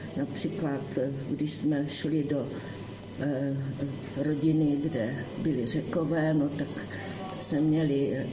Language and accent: Czech; Hranice, Olomouc Region, Czechia; born there; also born or lived in Hanušovice; protože jsem se narodila v Hranicích